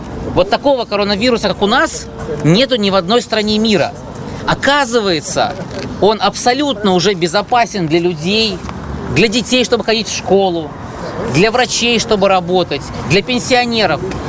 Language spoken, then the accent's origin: Russian; Belarus; а мы, белорусы, все-таки не избалованные демократией